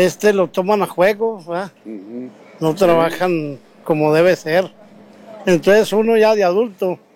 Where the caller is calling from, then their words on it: Mexico; Soy de Altavista.